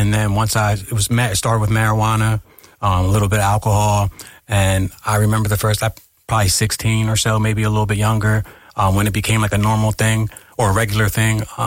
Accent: East Norriton, Pennsylvania, United States; we grew up in East Norton, Pennsylvania. Yeah. So that was, the outskirts of Norristown.

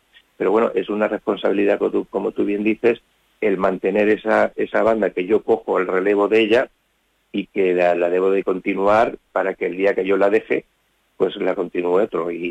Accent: Villarrobledo, Castilla-La Mancha, Spain; Cuando yo empecé a estudiar música en Villarrobledo, que yo soy natural de Villarrobledo, pues como te he dicho antes, yo era un niño con 8 años

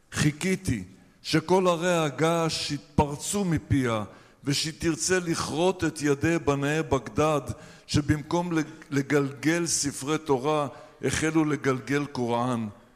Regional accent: Iraq; moved away; אני יליד עיראק. אני נולדתי אחרי שהיהודים עזבו. היהודים עזבו ב-1950-51, למשפחה הייתה נתינות בריטית, יעני אנגליזים, נשארנו בעיראק

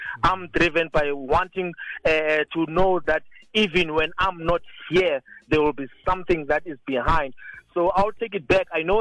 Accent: South Africa; as a South African

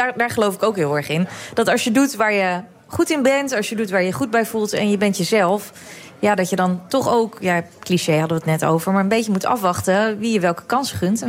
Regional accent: Netherlands; ik ben eigenlijk best wel verkaasd. Ik ben best wel Nederlands. Mijn moeder is een kleine, pittige Indo. Mijn vader is een Nederlander. Hmm. Ik ben nog nooit in Indonesië geweest.

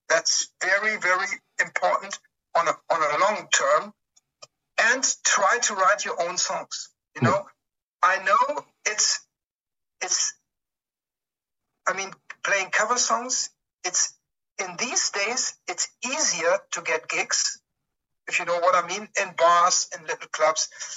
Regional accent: Germany

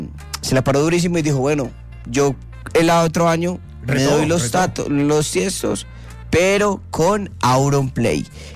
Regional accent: Medellín, Antioquia, Colombia; Yo soy de Medellín

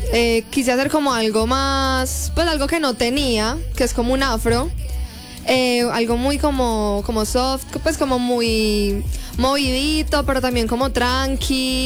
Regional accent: Medellín, Antioquia, Colombia; born there; Nací en Medellín.

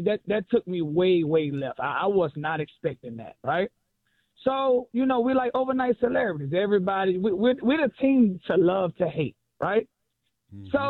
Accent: Miami, Florida, United States; now in Atlanta, United States; I'm originally from Miami, but I've been living here like 15 years.

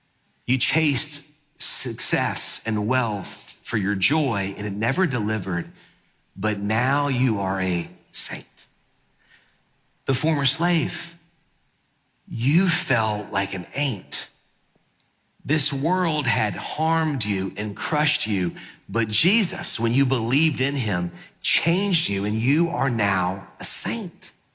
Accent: New Orleans, Louisiana, United States; I grew up in New Orleans. All my buddies growing up were Catholic, and so I heard about the saints in the Catholic Church.

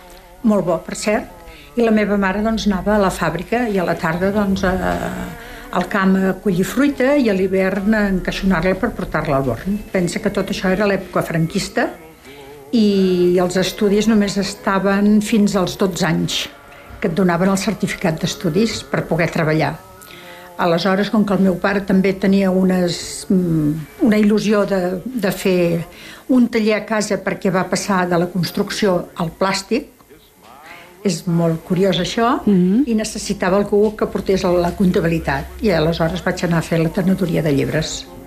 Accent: Sant Feliu de Llobregat, Catalonia, Spain; born there; Vaig néixer a Sant Feliu de Llobregat un 30 de desembre del 1946.

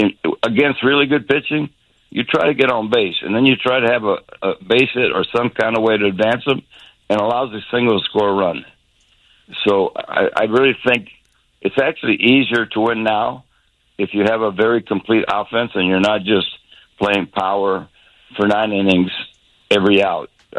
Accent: Tampa, Florida, United States; when I was born and raised in Tampa, Florida, my dad, my family, you know, was all about baseball.

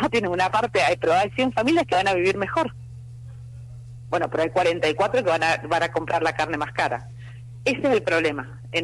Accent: Argentina; lo que me parece que los argentinos no tenemos es ni paciencia ni memoria.

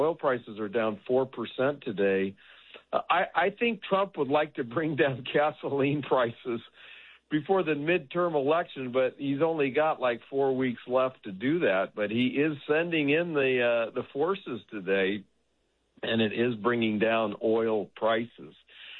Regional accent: San Diego, California, United States; a big aircraft carrier just left San Diego, California, my hometown, headed for where?

